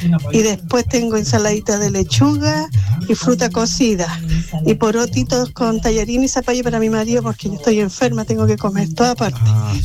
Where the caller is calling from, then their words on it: Concepción, Biobío, Chile; de Concepción.